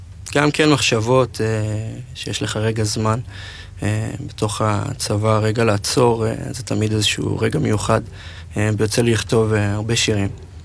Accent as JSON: {"language": "Hebrew", "town": "Pardes Hanna-Karkur", "region": "Haifa District", "country": "Israel", "said": "מפרדס חנה כרכור, אני בן 21... כן, 21."}